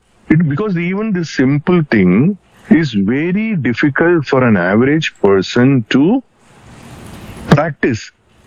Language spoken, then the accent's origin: Hindi; South India, India; मैं साउथ से हूं